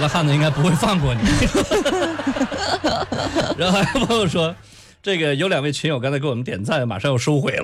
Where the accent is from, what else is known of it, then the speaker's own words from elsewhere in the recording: Luoyang, Henan, China; 正在我的家乡洛阳